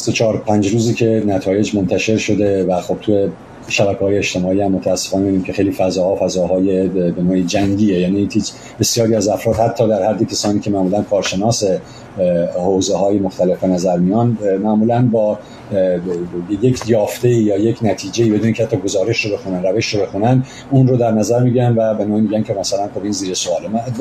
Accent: Iran; ما همه ایرانی هستیم،

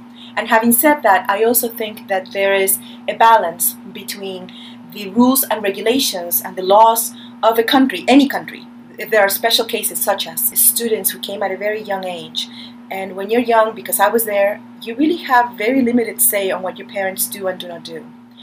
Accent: Pittsburgh, Pennsylvania, United States; my parents decided to move to the United States. So that brought us to Pittsburgh. My siblings and I grew up basically here in Pittsburgh.

